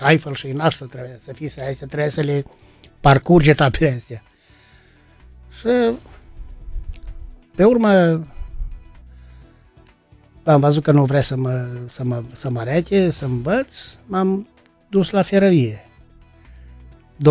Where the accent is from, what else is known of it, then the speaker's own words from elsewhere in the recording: Mureșenii Bârgăului, Bistrița-Năsăud, Romania; Da, de loc sunt născut în Mureșanii Bârgăului.